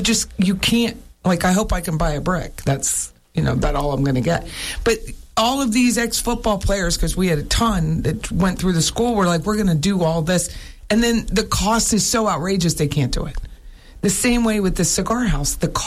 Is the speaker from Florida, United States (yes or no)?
no; Harrisburg, Pennsylvania, United States; I'm from Harrisburg, PA, and we have an old high school that I went to called Bishop McDevitt.